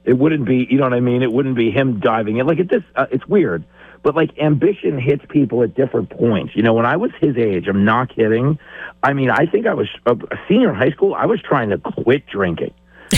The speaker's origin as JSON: {"language": "English", "region": "New York", "country": "United States", "tie": "born or raised there", "said": "because I grew up on Long Island around a lot of dads that probably wanted to play pro baseball."}